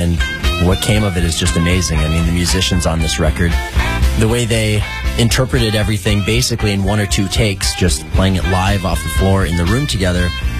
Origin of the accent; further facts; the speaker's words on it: Ottawa, Ontario, Canada; I was 15 years old here in my hometown of Ottawa.